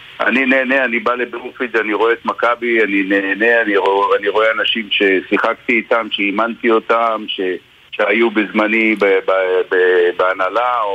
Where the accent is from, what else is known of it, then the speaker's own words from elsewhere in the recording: Tel Aviv, Tel Aviv District, Israel; born there; also born or lived in Petah Tikva; הייתי בן 10, ונסעתי לאימון הראשון במכבי תל אביב, כשהייתי בן 10, מרחוב ויצמן 13, לשם עברנו מפתח תקווה